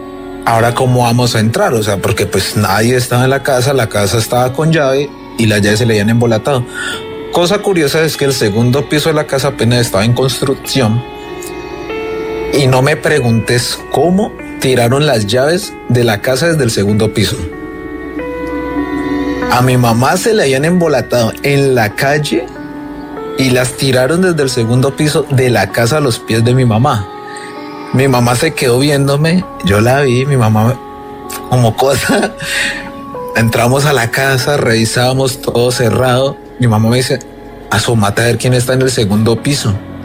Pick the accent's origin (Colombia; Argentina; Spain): Colombia; Cali, Valle del Cauca; el hogar donde siempre he vivido, es una casa familiar, pues era de mi abuela. Y pues vivo en un sector, digamos, bastante complicado de la ciudad de Cali, soy caleño.